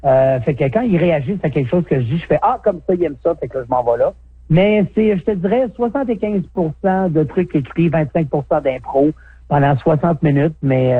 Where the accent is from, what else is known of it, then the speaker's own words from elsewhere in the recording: Quebec, Canada; moved away; Ben, quand j'étais jeune en Gaspésie